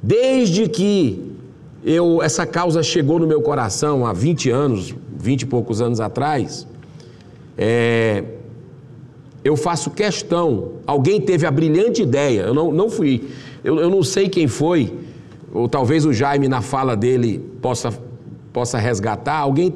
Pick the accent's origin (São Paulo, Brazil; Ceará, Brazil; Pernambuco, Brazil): Ceará, Brazil; Juazeiro do Norte; Lá da minha terra, de Juazeiro do Norte, terra de Padim Cícero, nosso padim, nosso querido Padre Cícero